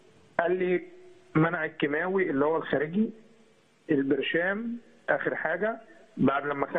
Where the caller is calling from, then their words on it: Giza, Giza Governorate, Egypt; أنا من الجيزة أو صابونة الشرفة.